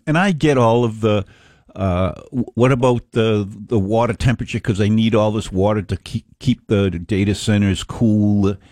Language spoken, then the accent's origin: English; Yarmouth, Maine, United States; It's no different than in my hometown in Yarmouth back in the 1960s.